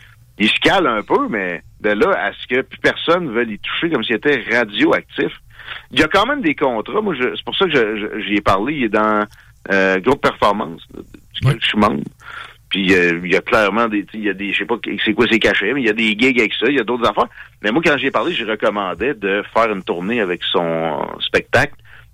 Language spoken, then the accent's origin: French; Canada; born there; même si je suis né au Canada